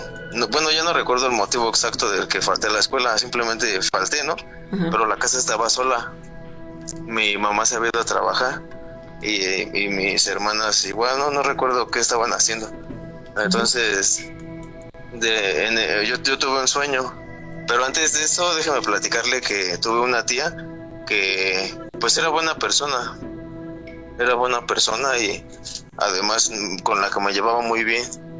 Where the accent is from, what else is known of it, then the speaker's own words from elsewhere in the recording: Mexico City, Mexico; Yo soy de la Ciudad de México, Iztapalapa.